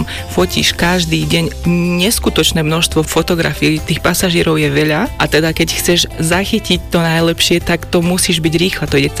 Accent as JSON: {"language": "Slovak", "town": "Bojnice", "region": "Trenčín Region", "country": "Slovakia", "tie": "born there", "moved": "yes", "lives_now": "Bratislava, Slovakia", "said": "mám 37 rokov. Narodila som sa v Bojniciach v Prievidzi, ale bývam a pôsobím v Bratislave a pracujem ako profesionálna fotografka."}